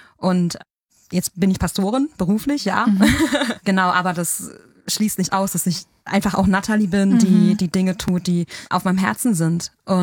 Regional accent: North Rhine-Westphalia, Germany; born or raised there; also born or lived in Hesse

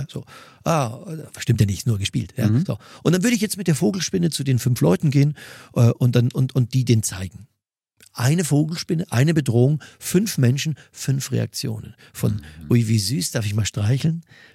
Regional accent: Mühldorf am Inn, Bavaria, Germany

